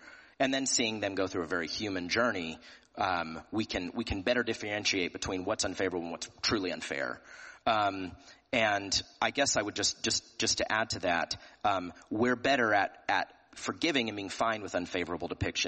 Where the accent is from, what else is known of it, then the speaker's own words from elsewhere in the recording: Tennessee, United States; I'm from Tennessee.